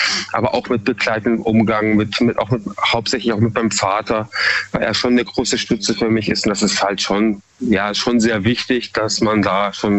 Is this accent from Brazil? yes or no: no; Munich, Bavaria, Germany; now in Freiburg, Germany; Also ich bin ursprünglich aus Bayern, ja, Münchner Kindl. Und bewusst bin ich damals eben nach nach Eichstätten, also nach Freiburg gezogen